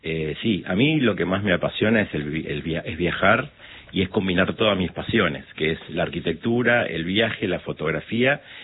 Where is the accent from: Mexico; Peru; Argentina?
Argentina; Buenos Aires